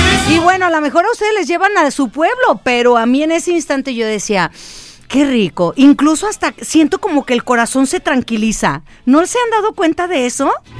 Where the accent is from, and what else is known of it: Autlán de Navarro, Jalisco, Mexico; born there; moved away